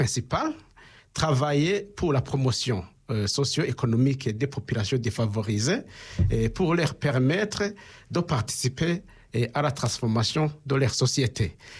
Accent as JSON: {"language": "French", "country": "Burundi", "said": "je suis burundais"}